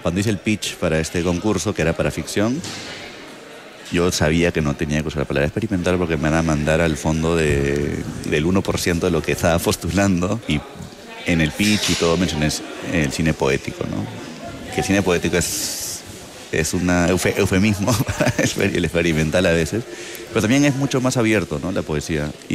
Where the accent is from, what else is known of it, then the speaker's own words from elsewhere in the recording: Quillabamba, Cusco, Peru; siendo de Perú, de Quillabamba, ¿no? Con origen de Quillabamba